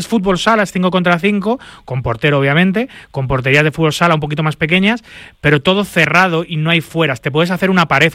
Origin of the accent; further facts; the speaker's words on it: Spain; yo soy español, aquí quieres que te gane